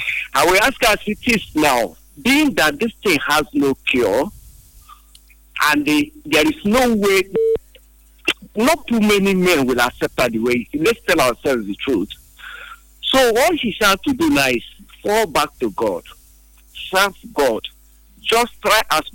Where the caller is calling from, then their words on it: Port Harcourt, Rivers, Nigeria; from Port Harcourt.